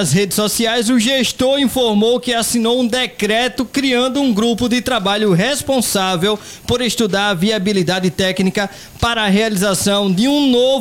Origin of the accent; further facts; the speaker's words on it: Penedo, Alagoas, Brazil; Eu nunca saí de Penedo.